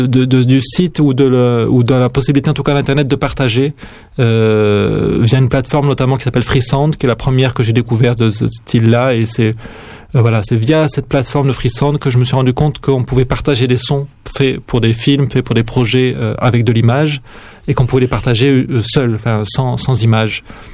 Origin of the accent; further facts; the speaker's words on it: Narbonne, Occitanie, France; moved away; c'est pas très loin de l'endroit où j'ai grandi, donc qui est à Narbonne, donc à quelques heures de train d'ici.